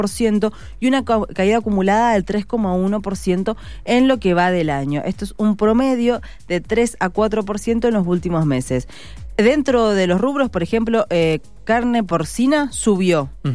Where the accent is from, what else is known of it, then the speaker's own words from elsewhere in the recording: Argentina; el consumo privado sigue cayendo en nuestro país